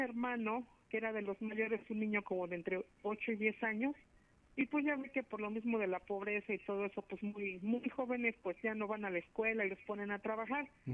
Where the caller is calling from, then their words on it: Zacatepec, Mexico; Ahorita actualmente estoy en Zacatepec